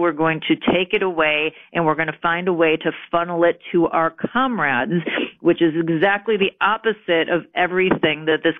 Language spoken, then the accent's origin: English; Chicago, Illinois, United States; he actually lived in my hometown of Chicago that is also run by commies today